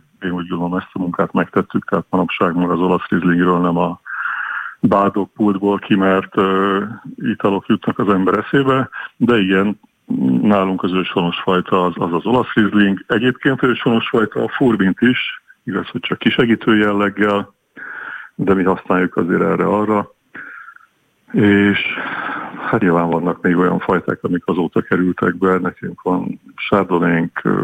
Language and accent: Hungarian; Transdanubia, Hungary; mi dunántúliak vagyunk